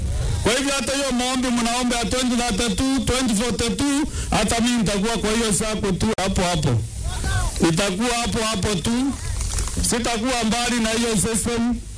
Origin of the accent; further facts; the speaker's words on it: Meru County, Kenya; born there; vile nimezaliwa Imenti.